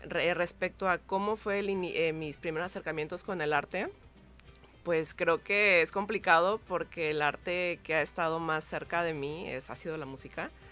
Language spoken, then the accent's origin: Spanish; Acapulco, Guerrero, Mexico; Soy de aquí de Acapulco, muy orgullosamente acapulqueña.